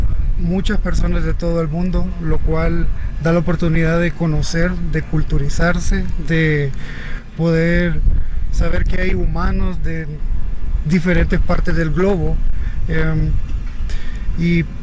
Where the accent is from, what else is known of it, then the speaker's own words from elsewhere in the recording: Sonsonate, El Salvador; Yo soy de El Salvador.